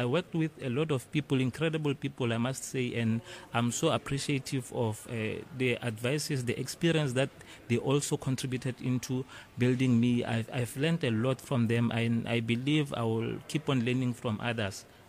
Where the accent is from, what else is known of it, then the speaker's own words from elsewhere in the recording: Mahikeng, North West, South Africa; Home, I'm from Northwest, I'm from Mafikeng